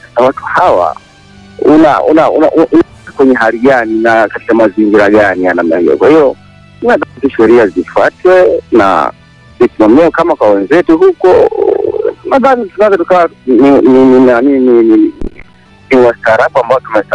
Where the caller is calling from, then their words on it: Magu, Mwanza, Tanzania; mimi natoka saizi niko Magu, Mwanza.